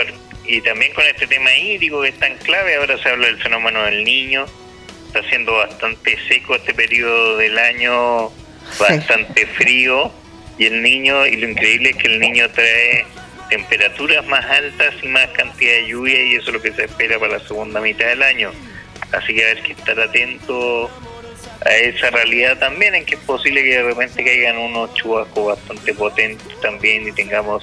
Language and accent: Spanish; Chile; nos une, sí, como chileno.